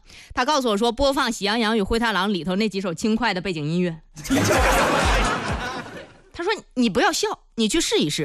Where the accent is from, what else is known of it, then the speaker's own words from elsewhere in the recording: China; 作为中国人啊，我觉得咱们应该有这个自信。我认为中国人是目前全世界人里边最耐研究的啊